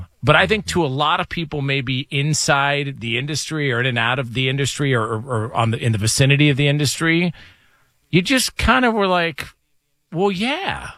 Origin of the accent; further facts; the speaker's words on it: California, United States; I grew up in Southern California.